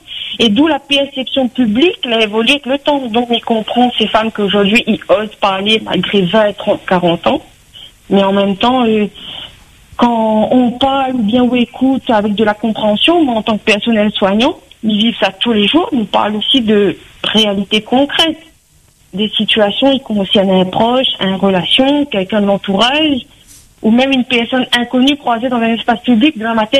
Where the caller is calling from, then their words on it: Réunion; nous, la réunion, nous a toujours vécu le vivre ensemble